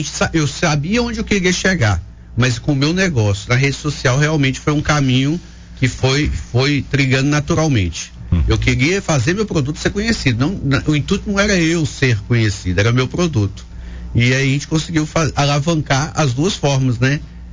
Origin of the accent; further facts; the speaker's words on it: Coronel Fabriciano, Minas Gerais, Brazil; moved away as an adult; tenho 49 anos, sou de Fabriciano, sou nascido e criado em Coronel Fabriciano.